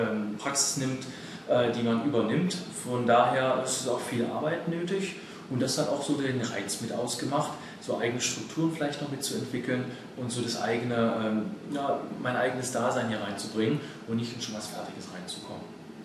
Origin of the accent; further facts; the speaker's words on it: Halle, Saxony-Anhalt, Germany; Ich komme aus Halle.